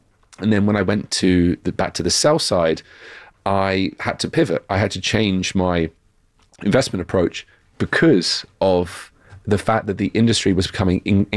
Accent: United Kingdom; accent: British; moved away as an adult; now in United States; it's my British accent

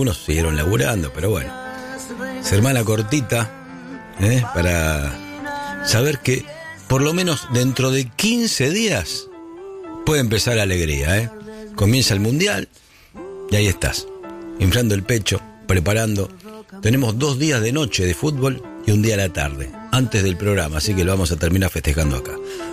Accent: Argentina; y nos engloba a todos porque somos argentinos.

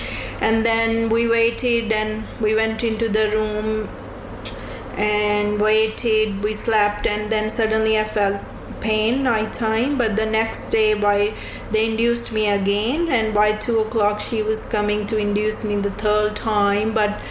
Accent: India; moved away as an adult; I'm from Indian background

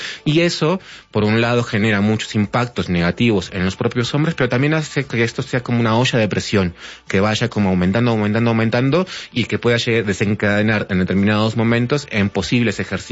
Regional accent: Uruguay; moved away; Yo soy nacido en Uruguay, bueno, y criado allí.

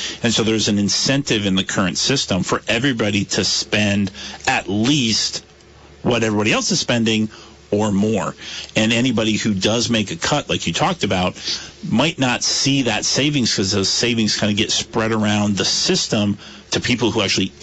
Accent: Brandon, Vermont, United States; I grew up in Brandon, and Brandon used to have its own high school for that town. They closed it, but they opened a union high school, and a lot of Vermont still have these union high schools.

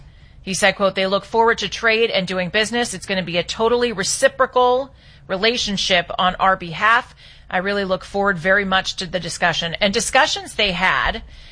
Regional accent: California, United States; next time you're out drinking vino in my home state, it's the only thing that keeps us sane here in California is the wine.

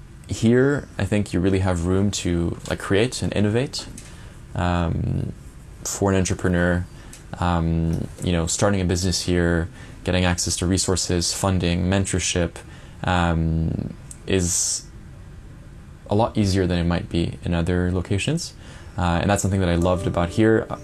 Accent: Switzerland; The pace, the time, punctuality is very different than what I grew up with in Switzerland.

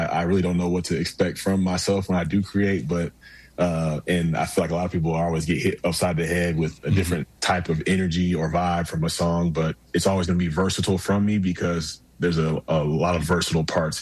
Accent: Atlanta, Georgia, United States; I grew up in the Atlanta area

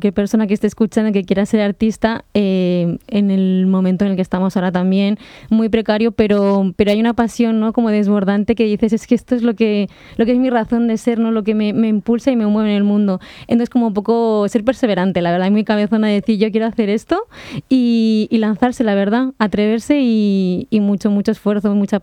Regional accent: Logroño, La Rioja, Spain; born there; also born or lived in Ecuador; now in Madrid, Spain; yo soy de origen de Ecuador y vivo ya desde los 2 años en España, en La Rioja en concreto, y ahora estoy residiendo en Madrid

